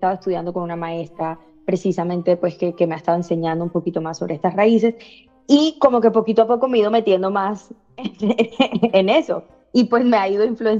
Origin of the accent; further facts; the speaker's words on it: Barrancas, La Guajira, Colombia; also born or lived in Medellín, Colombia; now in United States; yo crecí en la Guajira, pero yo también soy mitad paisa, mi mamá es de Medellín y yo iba todo el tiempo a Medellín, cierto, hice mi carrera en Medellín, allá estudié también. Y luego también entonces vivo en Estados Unidos, hablo inglés, pero hablo español